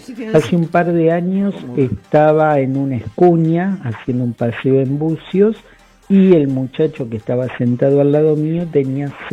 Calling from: La Plata, Buenos Aires Province, Argentina; de La Plata.

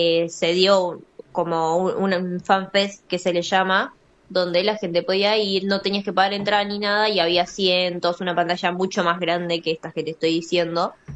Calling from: Olivos, Buenos Aires Province, Argentina; En Olivos.

